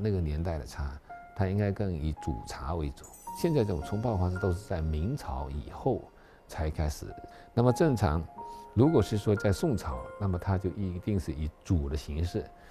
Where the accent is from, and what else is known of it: China